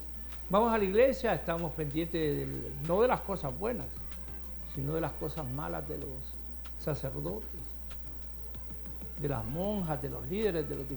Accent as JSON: {"language": "Spanish", "town": "Comayagüela", "region": "Francisco Morazán", "country": "Honduras", "said": "le decimos nosotros en Comayagüela"}